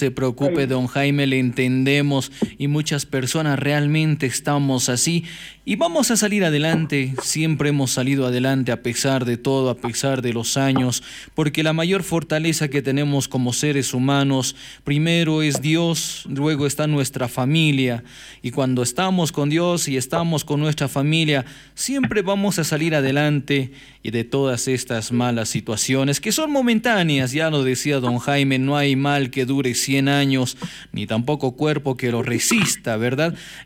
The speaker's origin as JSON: {"language": "Spanish", "country": "Bolivia", "said": "Y así somos los bolivianos que siempre vamos trabajando, incluso fines de semana, ¿no?"}